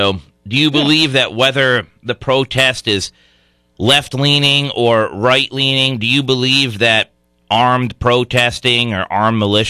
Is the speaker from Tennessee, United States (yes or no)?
no; Thompson, Connecticut, United States; I grew up in Thompson.